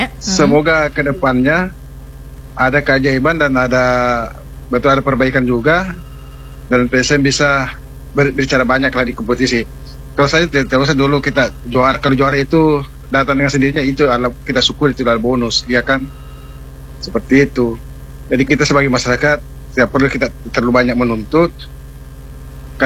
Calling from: Makassar, South Sulawesi, Indonesia; saya sebagai warga Makassar atau Sulawesi Selatan

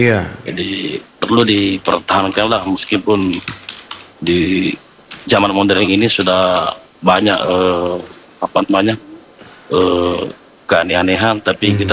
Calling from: South Sulawesi, Indonesia

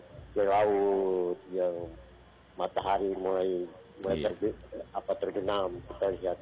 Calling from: Central Papua, Indonesia; kami di Yau

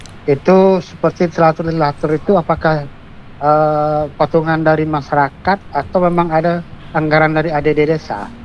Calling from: Natuna, Riau Islands, Indonesia; Ini dari Putra Cemaga nih Mbak.

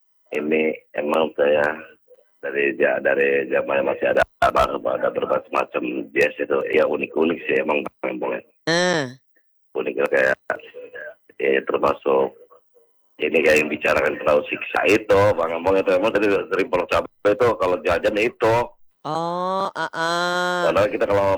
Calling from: West Java, Indonesia; saya dari wilayah Bogor Barat ini

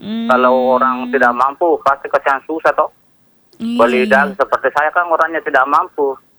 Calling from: Belawa District, South Sulawesi, Indonesia; di kampung saya ini peduli yang rasa sosialnya keluarga di sini di Kecamatan Belawa sangat tinggi memang.

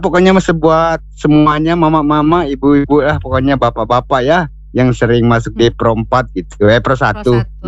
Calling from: West Java, Indonesia; Kita juga orang Jawa Barat ya bisa juga sih bahasa ini apa gitu ya, bahasa Jawa-Jawa sedikit-sedikit gitu kan.

